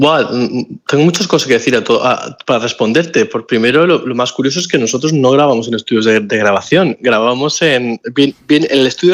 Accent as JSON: {"language": "Spanish", "region": "Region of Murcia", "country": "Spain", "moved": "yes", "said": "en el caso de mi tierra, cada verano volviendo y ahora cada otoño volviendo a Serraspuña"}